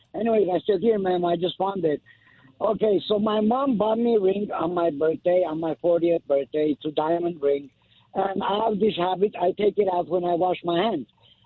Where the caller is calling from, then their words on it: Los Angeles, California, United States; Los Angeles.